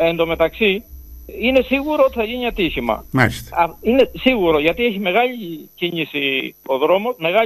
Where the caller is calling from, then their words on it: Crete, Greece; Είμαι από το, από το Βραχάς Σύση, από αυτή την περιοχή.